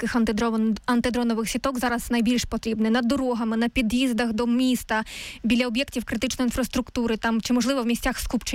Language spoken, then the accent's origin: Ukrainian; Pavlohrad, Dnipropetrovsk Oblast, Ukraine; Ми з вами, виходить, земляки, ви з Павлограда, я також з Павлограда.